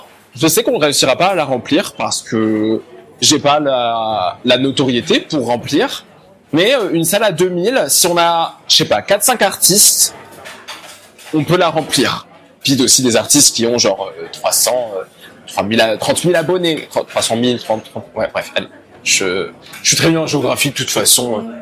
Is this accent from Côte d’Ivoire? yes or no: no; France; born there; je suis né en France. Je suis aussi dans mon pays